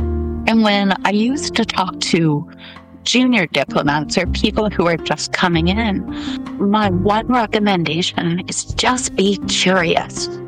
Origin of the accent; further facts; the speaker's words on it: United States; I'm from the United States.